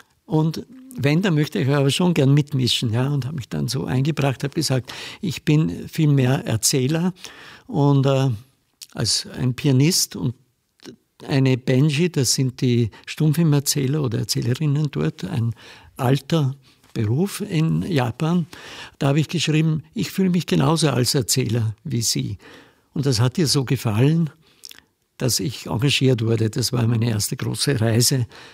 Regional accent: Upper Austria, Austria; dieser Gastgeber ist eigentlich wie ein Müllviertel, also wo ich herkomme.

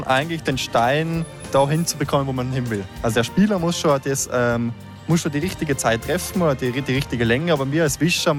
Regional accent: Söll, Tyrol, Austria; Ich komme aus Söll.

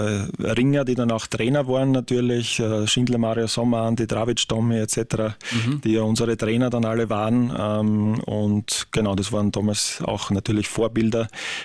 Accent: Mörbisch am See, Burgenland, Austria; moved away as an adult; now in Pinkafeld, Austria; Also ich bin eben in Mörbisch aufgewachsen, groß geworden

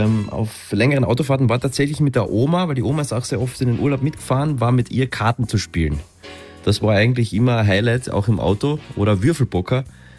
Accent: Carinthia, Austria; die Inspiration von dem Song kommt einfach zur Nähe zu Italien als Kärntner oder auch Kroatien

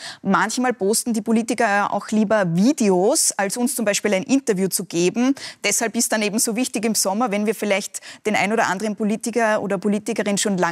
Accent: Austria; Also 2022 dann der Ukraine-Krieg, die Teuerungskrise bei uns in Österreich dann.

